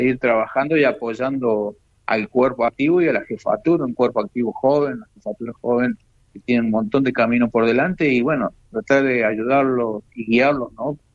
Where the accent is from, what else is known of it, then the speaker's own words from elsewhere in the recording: Mendoza, Argentina; born there; now in Coronel Moldes, Argentina; Yo soy nacido en Mendoza y en el año 81 vine a vivir a Coronel Moldes.